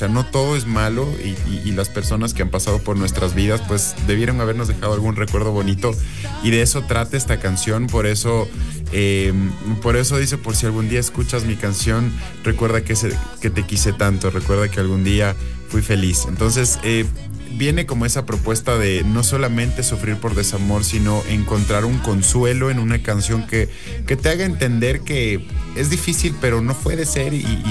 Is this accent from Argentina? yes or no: no; Ecuador; soy un ecuatoriano que está apostando por la calidad y por la música de verdad.